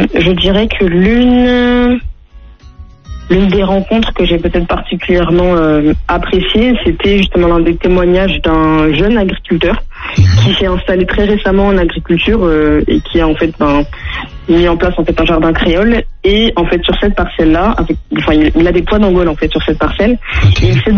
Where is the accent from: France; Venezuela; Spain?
France; now in Martinique; Non, pas du tout. Je suis née, j'ai grandi en Hexagone.